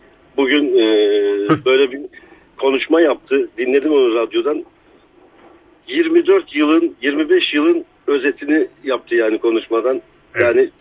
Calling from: Istanbul, Turkey; İstanbul'dan.

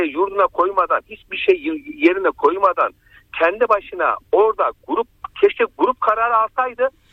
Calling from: Ankara, Turkey

